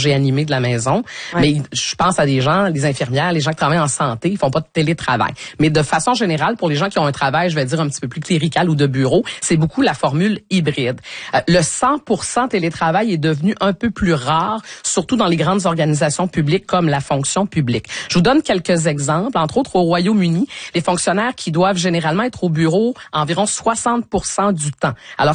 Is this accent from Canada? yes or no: yes; Canada; que ce soit chez nous au Canada ou ailleurs à travers le monde